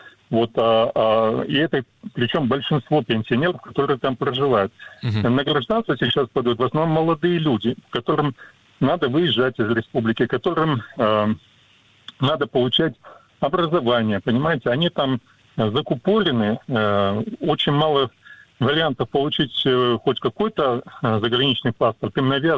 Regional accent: Transnistria, Moldova; я сам из Приднестровья находился в той ситуации, много лет не мог получить российский паспорт.

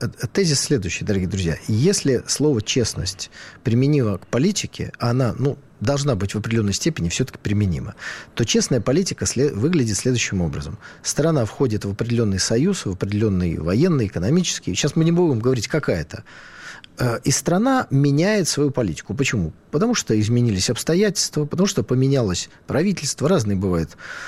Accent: Armenia; Армения, это ну, мы, армяне, да, находятся в очень сложном и плохом географическом положении

